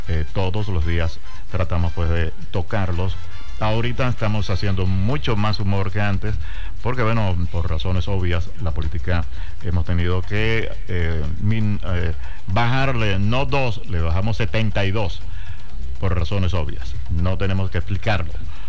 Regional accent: Venezuela; Los venezolanos en el barrio somos así

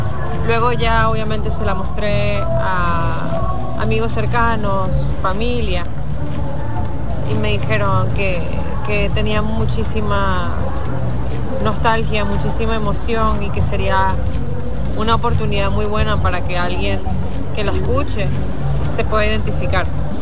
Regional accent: Venezuela; moved away

